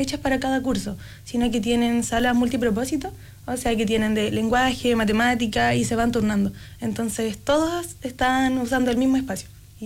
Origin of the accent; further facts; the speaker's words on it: Santiago, Santiago Metropolitan Region, Chile; now in Coyhaique, Chile; Sí, yo soy de Santiago, pero ya llevo 6 años viviendo en Coyhaique.